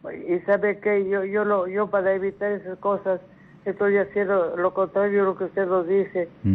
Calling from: Lima, Peru; Le llamo de San Felipe

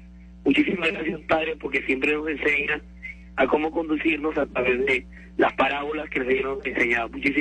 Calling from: Piura, Peru; Le llamo desde Piura, una provincia paisa.

